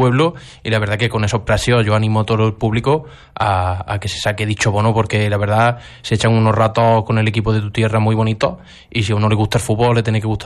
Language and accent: Spanish; Lucena, Andalusia, Spain; yo desde chico pues he estado siempre animando al equipo de mi pueblo